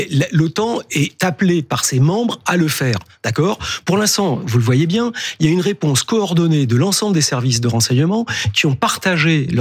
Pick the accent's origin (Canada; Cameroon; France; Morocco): France; en tant que Français